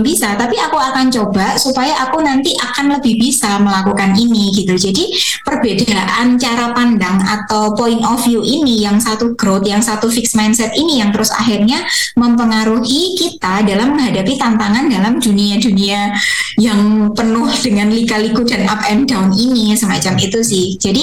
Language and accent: Indonesian; Java, Indonesia; kebetulan kan saya orang Jawa